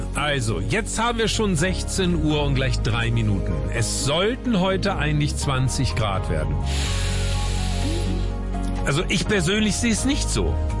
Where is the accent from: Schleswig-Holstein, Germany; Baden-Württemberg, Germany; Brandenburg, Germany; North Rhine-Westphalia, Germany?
Schleswig-Holstein, Germany; moved away as an adult; now in Berlin, Germany; ja, einige wissen ja schon, ich komme ganz, ganz ursprünglich aus Schleswig-Holstein, bin aber schon super lange in Berlin. In den 80ern hat's mich hierher verschlagen